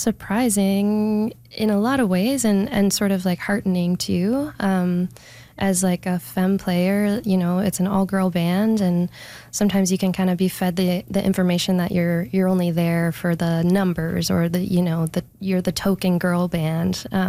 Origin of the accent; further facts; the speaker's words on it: Fredericton, New Brunswick, Canada; now in Saint John, Canada; I grew up in Fredericton, but I have lived the last few years in St. John